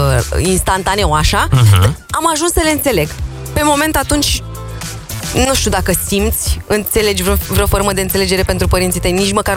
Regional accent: Târgu Jiu, Gorj County, Romania; în copilăria mea petrecută la Târgu Jiu

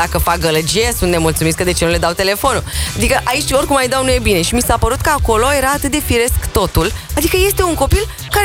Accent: Târgu Jiu, Gorj County, Romania; now in Bucharest, Romania; Când spun la noi, zic, la noi în București, da, am plecat de mulți ani de la Târgu Jiu, stau aici de 10 ani, sunt la noi în București.

